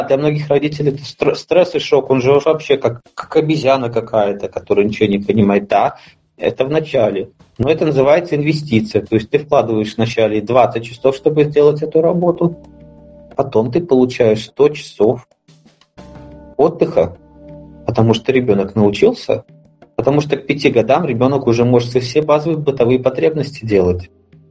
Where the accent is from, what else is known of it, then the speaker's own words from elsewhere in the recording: Belarus; Я из Беларуси